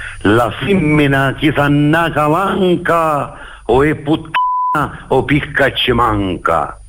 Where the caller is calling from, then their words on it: Partinico, Sicily, Italy; da Partinico, provincia di Palermo.